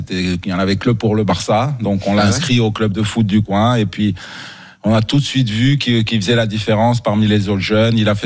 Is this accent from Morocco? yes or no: yes; Rabat, Rabat-Salé-Kénitra, Morocco; moved away as an adult; also born or lived in Barcelona; Moi, j'ai grandi à Rabat.